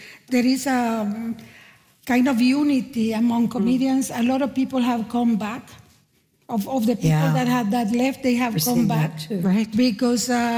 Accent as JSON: {"language": "English", "country": "Nicaragua", "tie": "born or raised there", "moved": "yes", "lives_now": "Canada", "said": "I grew up in Nicaragua fearing an American invasion, and then I come to Canada"}